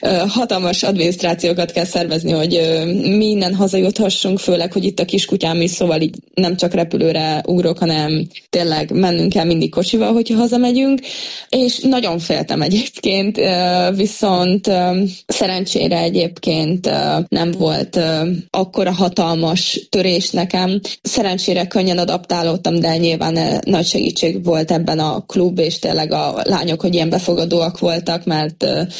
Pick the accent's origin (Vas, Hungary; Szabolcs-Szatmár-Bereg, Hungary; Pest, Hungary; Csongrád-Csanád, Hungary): Vas, Hungary; Szombathely; moved away as an adult; now in Craiova, Romania; nekem Szombathely a szülővárosom, én ott mindent mindig tudtam